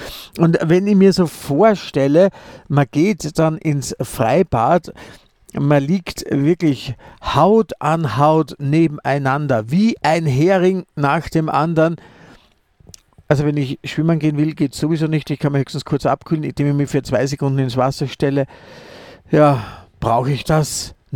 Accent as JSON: {"language": "German", "country": "Austria", "said": "als Österreicher muss ich mir auch Gedanken um meine Wiener Freunde machen"}